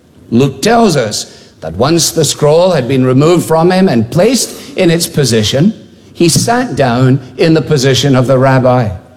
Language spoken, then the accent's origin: English; Scotland, United Kingdom; And in making the call, as a Scotsman, it seemed to me only sensible to ask for it to be person to person.